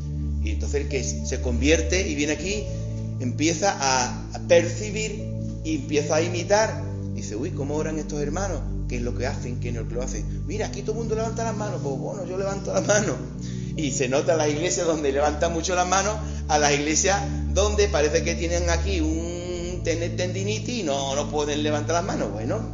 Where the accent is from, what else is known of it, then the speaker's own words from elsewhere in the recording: Jaén, Andalusia, Spain; accent: ceceo; nosotros ceceamos y somos andaluces y de Jaén